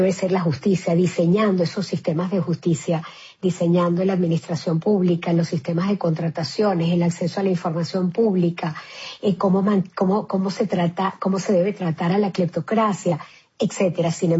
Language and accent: Spanish; Venezuela; hacemos los venezolanos en todos los espacios donde vivimos